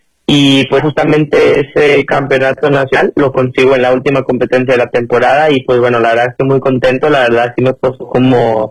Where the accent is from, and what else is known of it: Mexico